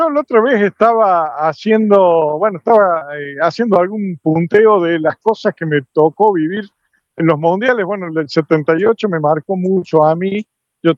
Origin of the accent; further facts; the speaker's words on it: Córdoba, Argentina; now in Canada; para nosotros los cordobeses